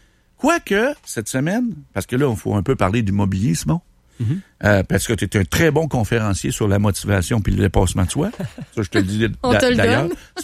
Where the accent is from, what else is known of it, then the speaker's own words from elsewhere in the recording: Montreal, Quebec, Canada; Les gens me demandent d'où je viens. Je viens d'Amérique du Nord. Je suis rendu avant, je disais Eastern Canada. Après ça, je disais Québec, Montreal Canadien.